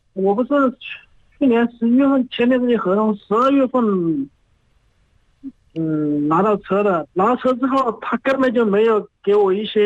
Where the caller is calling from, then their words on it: Guangdong, China; 咱们广东这边